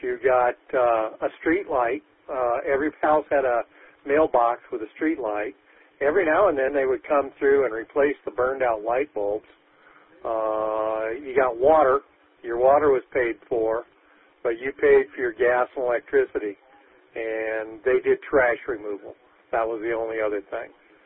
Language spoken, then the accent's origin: English; Aurora, Colorado, United States; I kind of grew up late 70s, right off Colfax and Chambers Road down there in those ridiculous trailer courts.